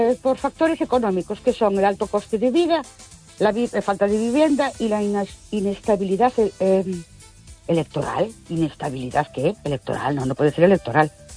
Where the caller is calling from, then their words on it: Ourense, Galicia, Spain; Buenas noches. … de Orense otra vez.